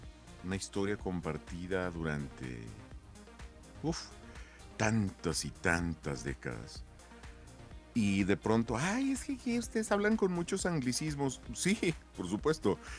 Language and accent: Spanish; Cuauhtémoc, Chihuahua, Mexico; soy de Chihuahua. Nací en Ciudad Cuauhtémoc, la tierra